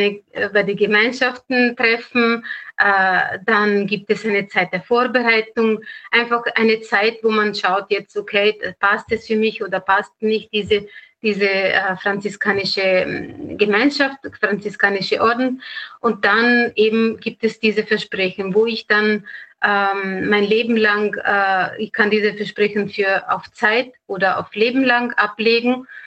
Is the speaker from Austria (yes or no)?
no; Italy; German is a second language; man hat vielleicht auf meine Sprache gemerkt, dass ich nicht Österreicherin bin, sondern bin Italienerin.